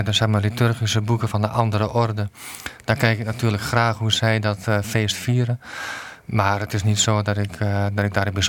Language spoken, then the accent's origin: Dutch; Overijssel, Netherlands; Ik ben geboren en getogen in Twente. En dus mijn achternaam is ook echt typisch Twentse naam.